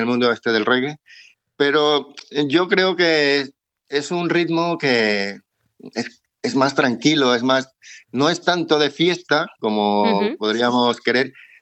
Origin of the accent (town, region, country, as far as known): Venezuela; now in Spain